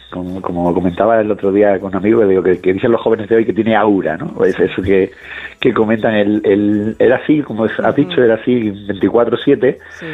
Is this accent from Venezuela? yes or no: no; Cádiz, Andalusia, Spain; No, yo además me crié en Cádiz